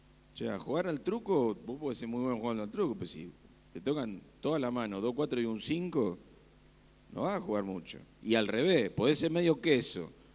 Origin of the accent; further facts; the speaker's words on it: Castelar, Buenos Aires Province, Argentina; yo me crié en Castelar, no es tan distinto. Está bien, no teníamos campo alrededor